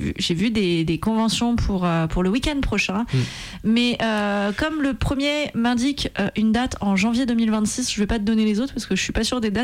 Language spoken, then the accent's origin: French; Hauts-de-France, France; j'ai grandi en Picardie.